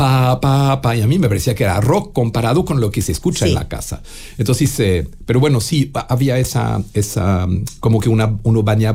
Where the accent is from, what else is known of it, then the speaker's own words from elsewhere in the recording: Geneva, Switzerland; Suiza francesa, ya, muy cerca de Ginebra. Hoy ya sería como decir, es como decir que yo nací en Ginebra, pero es un pueblito.